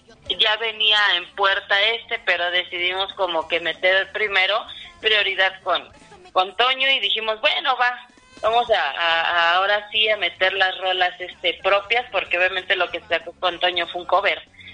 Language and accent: Spanish; Salamanca, Guanajuato, Mexico; moved away as an adult; now in Mexico City, Mexico; soy de Salamanca, Guanajuato.